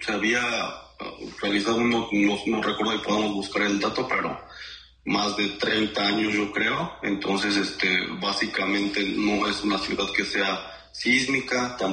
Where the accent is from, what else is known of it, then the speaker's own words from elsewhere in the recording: Mexico; moved away as an adult; now in Caracas, Venezuela; como mexicano, que a lo mejor estamos como un poco acostumbrados a los sismos